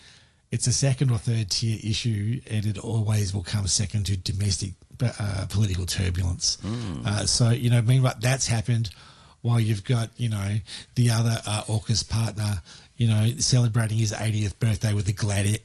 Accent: Victoria, Australia; My home state of Victoria just yesterday announced that all state secondary schools will be required to incorporate planned device-free learning time.

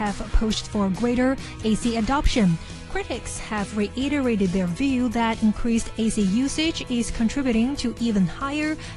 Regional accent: Hong Kong; also born or lived in China; growing up in Asia, especially, you know, on the mainland and here in Hong Kong

